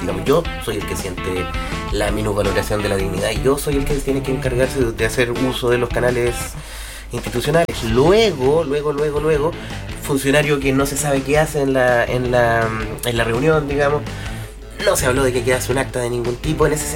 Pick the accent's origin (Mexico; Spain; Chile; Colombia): Chile; no soy el único chileno que no se sabe el propio teléfono